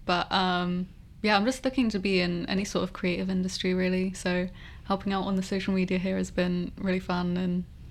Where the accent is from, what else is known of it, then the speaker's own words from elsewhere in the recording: Devon, South West England, United Kingdom; moved away as an adult; now in Sydney, Australia; I'm from the UK.